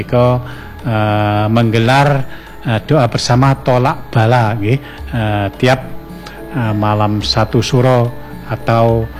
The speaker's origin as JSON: {"language": "Indonesian", "region": "Java", "country": "Indonesia", "tie": "born or raised there", "moved": "yes", "said": "dulu kan kalau masih kecil itu kan di Jawa belum ada lampu listrik."}